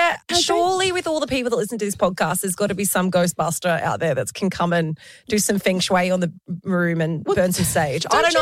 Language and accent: English; Wollongong, New South Wales, Australia; I don't think anyone cares. I say ratten. Yeah, because I'm from Wollongong.